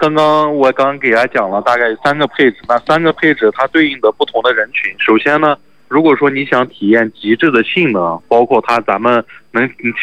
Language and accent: Chinese; Xinjiang, China; 因为咱们新疆人都比较高嘛